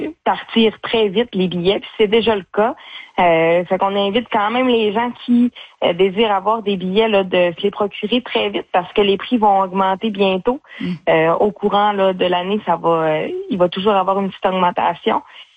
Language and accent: French; Sacré-Cœur, Quebec, Canada; chez nous à Sacré-Cœur.